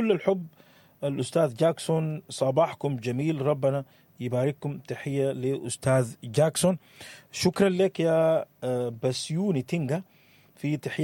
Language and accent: Arabic; Sudan; لنا كسودانيين